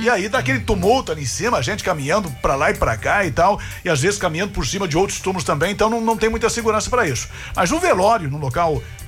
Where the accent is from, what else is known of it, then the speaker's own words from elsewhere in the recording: Carazinho, Rio Grande do Sul, Brazil; o cara é de Carazinho, da minha terra.